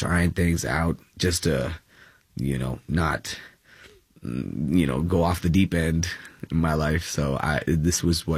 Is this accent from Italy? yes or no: no; Kerala, India; now in Bangalore, India; so I'm from Kerala